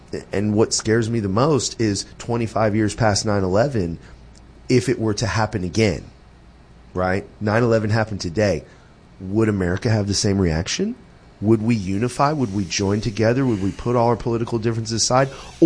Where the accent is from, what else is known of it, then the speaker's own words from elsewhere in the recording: Houston, Texas, United States; I felt, and I was growing up in Houston at the time, or actually was going to University of Houston at the time. So it's like, I was in a big city